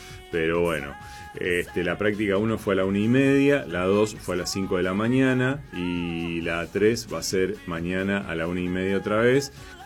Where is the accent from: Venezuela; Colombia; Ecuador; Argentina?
Argentina; nosotros que somos argentinos